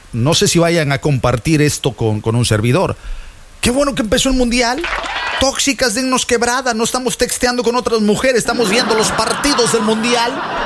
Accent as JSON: {"language": "Spanish", "region": "Veracruz", "country": "Mexico", "said": "Y yo soy de oro. Y yo soy jarocho."}